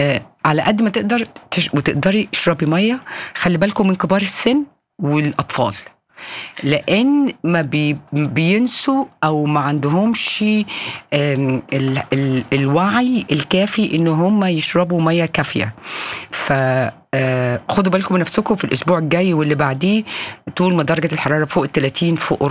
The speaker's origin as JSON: {"language": "Arabic", "country": "Egypt", "moved": "yes", "lives_now": "Europe"}